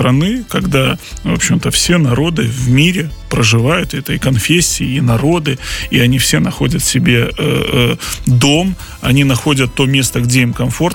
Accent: Belarus

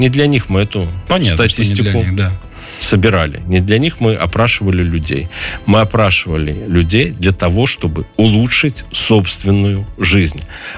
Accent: Belarus; мы, белорусы, стали привередливые.

